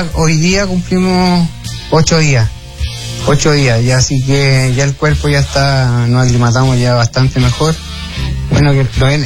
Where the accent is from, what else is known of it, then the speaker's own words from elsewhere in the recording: Curicó, Maule, Chile; Todos maulinos curicanos, sí.